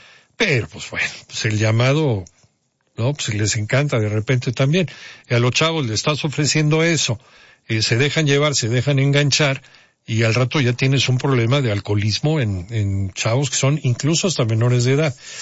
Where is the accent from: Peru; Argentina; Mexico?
Mexico; somos encantados los mexicanos